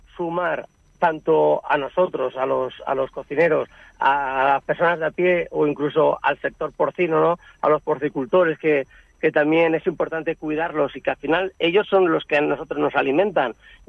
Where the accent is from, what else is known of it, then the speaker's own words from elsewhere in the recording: Valencian Community, Spain; yo soy valenciano.